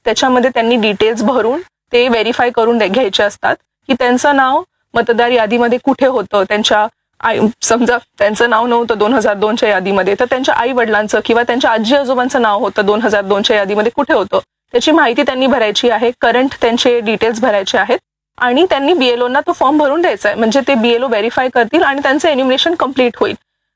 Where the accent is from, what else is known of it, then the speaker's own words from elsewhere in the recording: Thane, Maharashtra, India; moved away as an adult; now in Nashik, India; मी तर born and brought up ठाणेमध्ये आहे आणि माझं सगळं एज्युकेशन ठाणे आणि मुंबईमध्येच झालं होतं.